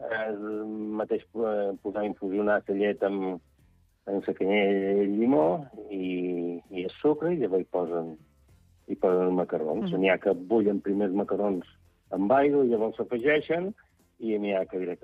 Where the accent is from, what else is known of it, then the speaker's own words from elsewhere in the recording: Santa Eulària des Riu, Balearic Islands, Spain; Avui, som de Sant Eulari, no som de Sant Joan.